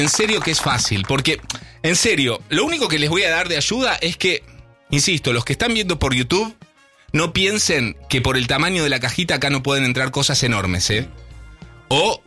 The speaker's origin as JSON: {"language": "Spanish", "town": "San Martín", "country": "Argentina", "tie": "born there", "said": "Bueno, ¿viste? Bueno, soy nacido en San Martín."}